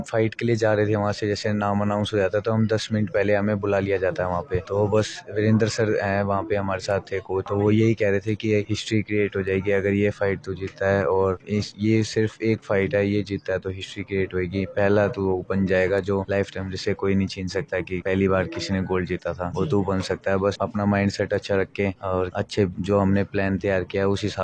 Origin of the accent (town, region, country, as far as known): Delhi, India